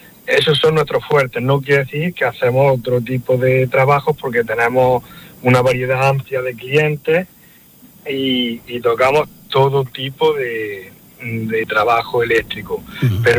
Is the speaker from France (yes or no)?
no; Porcuna, Andalusia, Spain; en mi pueblo, en Porcuna.